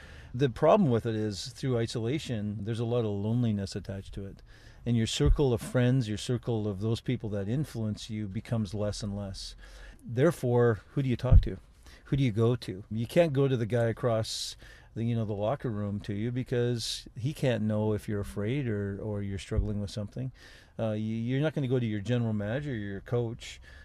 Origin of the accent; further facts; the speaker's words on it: Kelowna, British Columbia, Canada; Well, I grew up in Kelowna, BC, the land of peaches and beaches. What a great place to grow up.